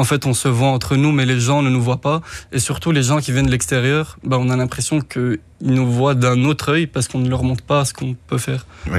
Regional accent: Molenbeek-Saint-Jean, Brussels-Capital Region, Belgium; Parce que moi, j'ai grandi à Molenbeek depuis toujours.

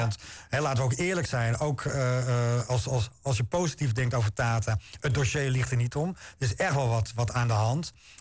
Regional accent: Beverwijk, North Holland, Netherlands; now in Wijk aan Zee, Netherlands; Ja, ik ben ik woon in Wijkenzee. Ik ben natuurlijk opgegroeid in de Eimond, in Beverwijk.

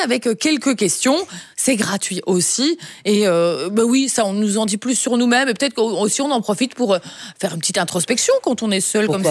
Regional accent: Wallonia, Belgium; born there; Par exemple, moi, je suis née près de près de Libramont

